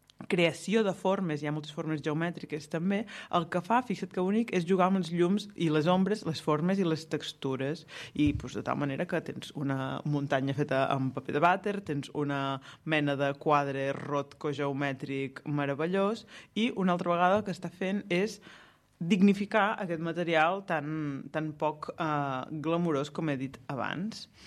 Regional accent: Blancafort, Catalonia, Spain; Recordo que quan era petita hi va haver una exposició i passarel·la al meu poble, crec que primera i última vegada de la meva vida que he vist a Blancafort fer una passarel·la de moda

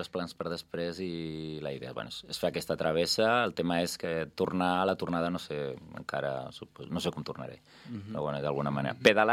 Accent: Tarragona, Catalonia, Spain; Jo vaig a Tarragona perquè meus pares viuen allà, jo sóc de Tarragona

